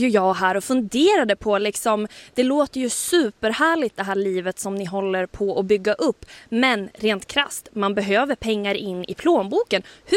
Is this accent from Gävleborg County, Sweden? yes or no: no; Stockholm, Stockholm County, Sweden; Jag kommer från Stockholm som båda ni gör också